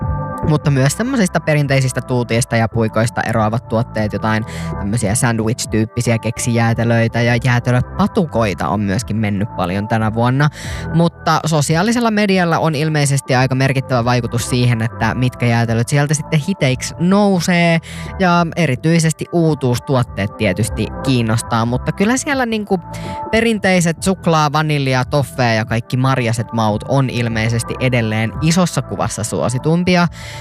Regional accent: Pori, Satakunta, Finland; oon mä sitten etsinyt sitä kotikaupungistani Porista asti

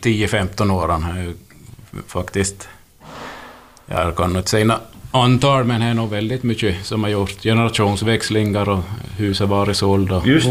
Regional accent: Pensala, Ostrobothnia, Finland; jag är nog infödd Pensalbo

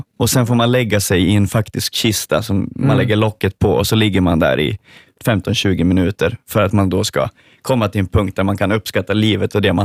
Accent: Sweden; now in Finland; mitt hemland Sverige

